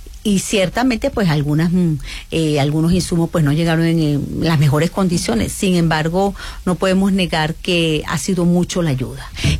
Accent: Venezuela; tenemos una crisis de salud impresionante en mi país. O sea, tú vas a un lugar y un hospital y no vas a encontrar ni siquiera un antialérgico. Pero en menos de 3 días los venezolanos llenaron el hospital de insumos.

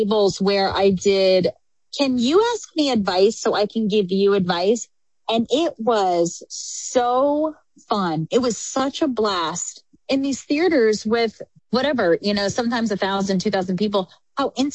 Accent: New York, United States; as a New Yorker, as a lifelong New Yorker

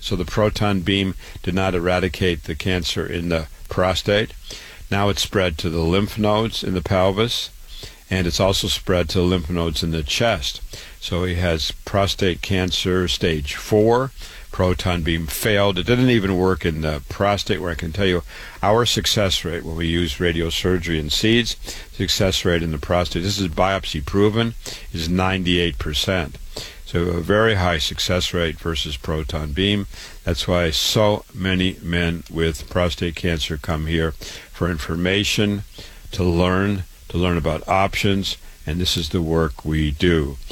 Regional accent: Waterloo, Iowa, United States; I was born and raised in Waterloo, Iowa. I went to public schools

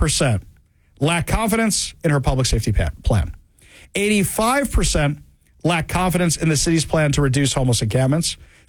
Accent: New York, United States; We didn't really know anything about Seattle. We're from New York.

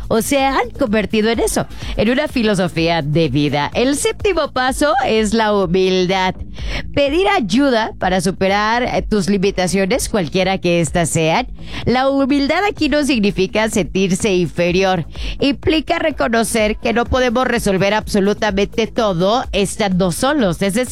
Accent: Mexico; Porque así somos los mexicanos.

